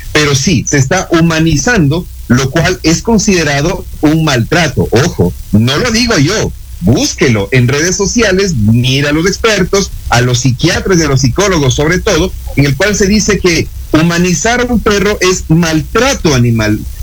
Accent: Ecuador

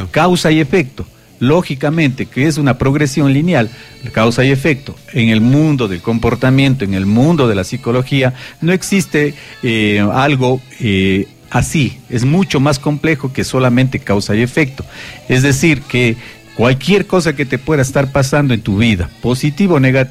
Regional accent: Ecuador; born there; pasar unas temporadas en México estudiando. Quiero mucho ese país. Nací en Ecuador

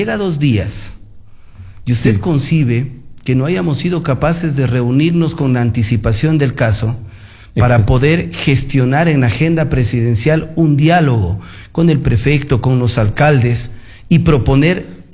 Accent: Loja, Ecuador; Nosotros desde Loja también somos parte del Ecuador.

